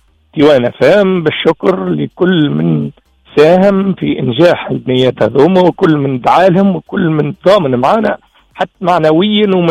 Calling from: Mahres, Sfax Governorate, Tunisia; أنا من محرس الصفاقس

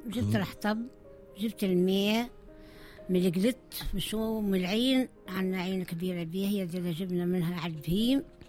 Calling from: Tunis, Tunis Governorate, Tunisia; نسكن في بار تونس

